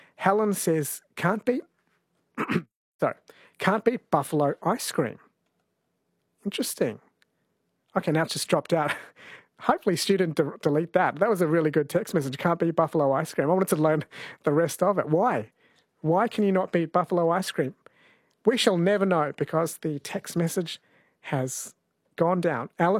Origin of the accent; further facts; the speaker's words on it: Kerala, India; born there; Manana in Malayalam, I was born in Kerala, means yesterday.